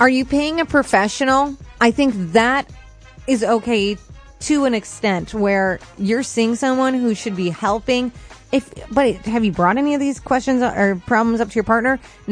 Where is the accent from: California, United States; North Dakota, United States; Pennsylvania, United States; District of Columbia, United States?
North Dakota, United States; Fargo; I'm from Fargo, North Dakota. I think I'm 34 years old. I'm confused now. Yes, I am 34.